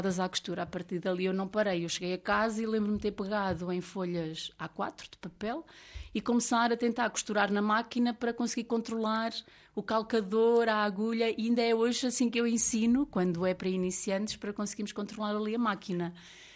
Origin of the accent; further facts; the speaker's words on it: Dominguiso, Castelo Branco, Portugal; só participava na da minha terra, que é os Farrapeiros, não é? No Dominguizo.